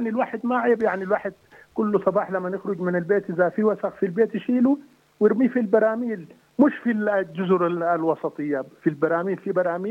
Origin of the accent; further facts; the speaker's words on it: Sudan; عندنا في السودان